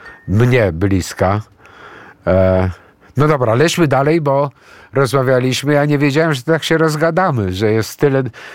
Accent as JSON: {"language": "Polish", "country": "Greece", "said": "jestem Grekiem i rozumiem"}